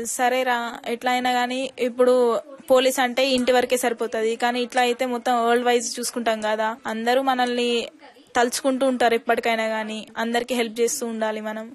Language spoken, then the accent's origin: Telugu; Andhra Pradesh, India; also born or lived in Utnoor / Mancherial; లేదు, ప్రాపర్ మాది west Godavari. Daddy job కోసం అని మేము ఉట్నూరు వచ్చాం అనమాట. అక్కడ నుంచి నేను మంచిర్యాలలో జాయిన్ అయ్యాను ఇట్లా డిగ్రీ చేద్దామని.